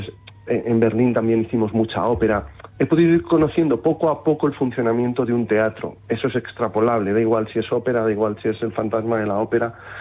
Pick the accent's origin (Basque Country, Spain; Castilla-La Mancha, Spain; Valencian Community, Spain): Castilla-La Mancha, Spain; Campo de Criptana; moved away; mi vida es allí, y yo soy manchego y soy criptanense.